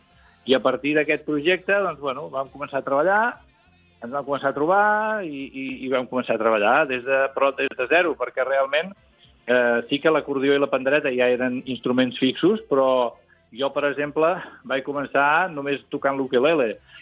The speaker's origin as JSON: {"language": "Catalan", "town": "Valls", "region": "Catalonia", "country": "Spain", "said": "Bé, nosaltres tots quatre som de Valls, a l'Alt Camp"}